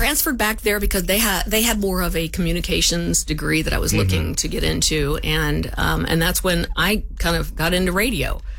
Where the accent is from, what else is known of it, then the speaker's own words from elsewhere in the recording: Emporia, Kansas, United States; also born or lived in Phoenix; So I was born in Emporia, but lived in Kansas City for, a good 10 years, then moved to Phoenix, and then came back afterward. I came back home.